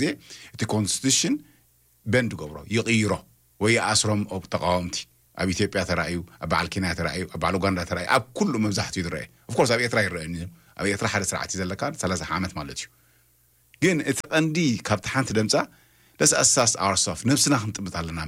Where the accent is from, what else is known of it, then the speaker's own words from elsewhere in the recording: South Africa; I'm from South Africa. I'm from Africa. I'm from South Africa.